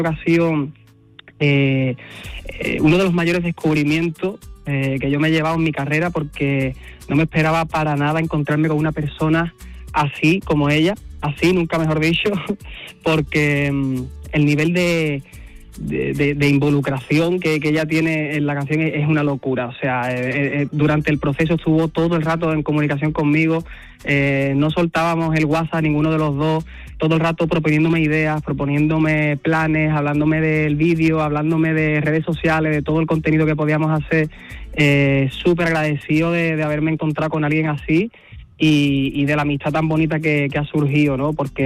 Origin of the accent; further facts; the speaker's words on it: Andalusia, Spain; moved away; Me apetece un montón, además, bajarme a mi tierra, ¿no? Andalucía